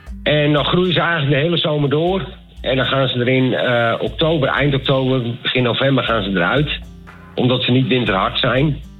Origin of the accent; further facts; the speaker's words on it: Netherlands; Ja, daar zijn we goed in, hè, als Nederlander.